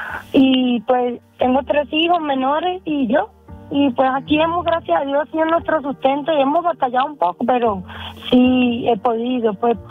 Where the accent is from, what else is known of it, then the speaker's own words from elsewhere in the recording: Venezuela; now in United States; Yo soy de Venezuela.